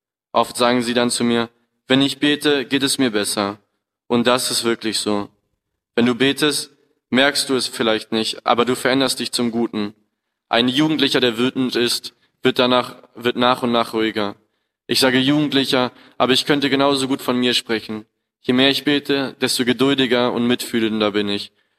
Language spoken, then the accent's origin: German; Germany; ich bin 20 Jahre alt, seit 2,5 Jahren in der Gemeinschaft. Ich bin Deutscher